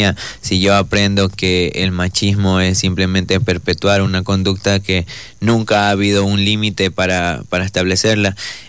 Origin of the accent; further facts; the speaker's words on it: Manabí, Ecuador; Yo soy de Manabí